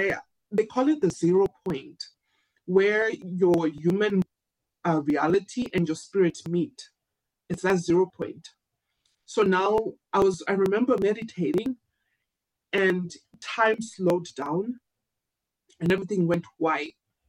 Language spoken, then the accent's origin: English; Zimbabwe; moved away as an adult; now in United States; I was my second year in the US. I'm from Zimbabwe. So I'm a college student in a foreign land.